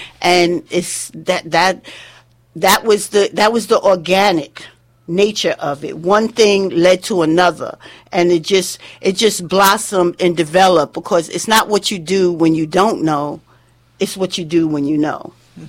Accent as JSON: {"language": "English", "town": "Brooklyn", "region": "New York", "country": "United States", "tie": "born or raised there", "also_born_or_lived": "New Jersey", "said": "I'm born and raised in Brooklyn. I lived in New Jersey for a while, raising my children with my first husband, my ex-husband. And then I moved back to New York, to Brooklyn, after I divorced"}